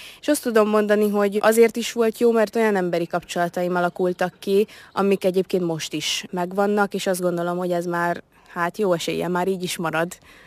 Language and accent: Hungarian; Szabolcs-Szatmár-Bereg, Hungary; Én szabolcsi gyerek vagyok, tehát Borsodba jönni nekem érdekes volt megtapasztalni azt, hogy egyébként tényleg másak az emberek.